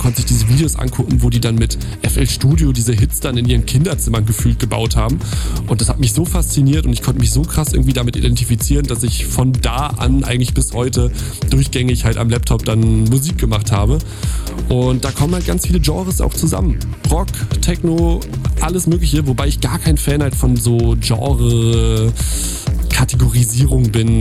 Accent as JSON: {"language": "German", "town": "Cologne", "region": "North Rhine-Westphalia", "country": "Germany", "said": "und dann haben wir da als Kölner einen Rave irgendwie auf die Beine gestellt am 1. Mai"}